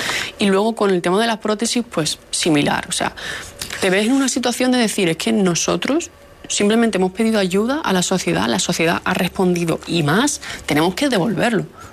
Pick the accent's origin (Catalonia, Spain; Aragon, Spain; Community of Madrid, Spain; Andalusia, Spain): Andalusia, Spain; y allí en Andalucía, que nosotros somos de Andalucía, se ha hecho una orden